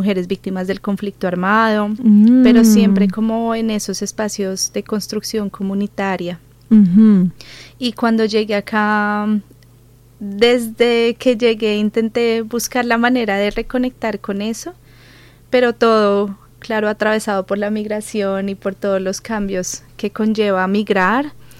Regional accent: Bogotá, Colombia; moved away as an adult; now in Australia; yo soy de Colombia, de Bogotá, llegué a Australia en noviembre, este año completo 4 años.

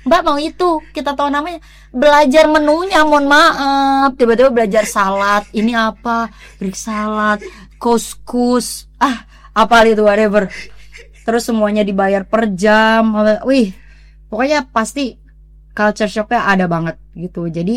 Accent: Indonesia; moved away as an adult; now in Australia

